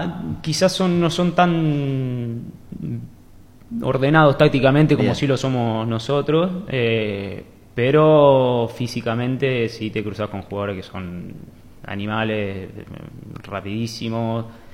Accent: Rosario, Santa Fe, Argentina; yo, que soy de Rosario

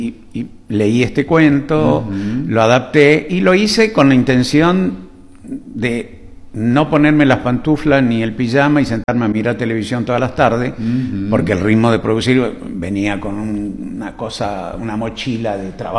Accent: Santa Fe, Argentina; moved away; Yo soy santafesino del norte.

